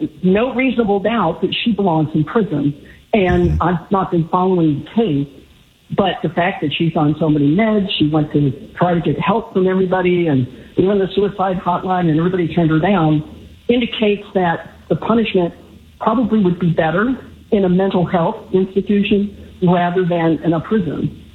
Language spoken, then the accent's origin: English; Marietta, Georgia, United States; now in Carson City, United States